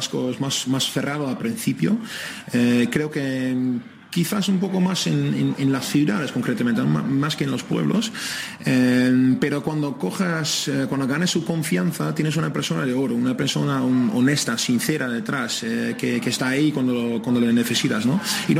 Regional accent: North Holland, Netherlands; moved away as an adult; now in San Sebastián, Spain; como soy de cerca de Ámsterdam, yo soy del Ajax de ahí

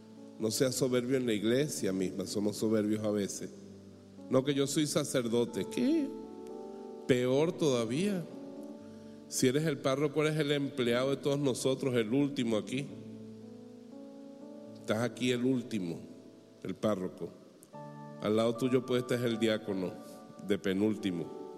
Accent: Venezuela; es el pan de yuca que comemos los venezolanos.

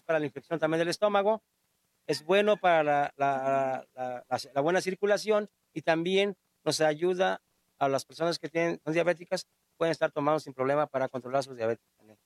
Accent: Zozocolco, Veracruz, Mexico; allá en mi pueblo, en Sosocolco

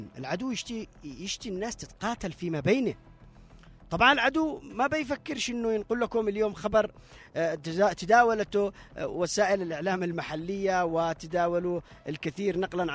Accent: Yemen

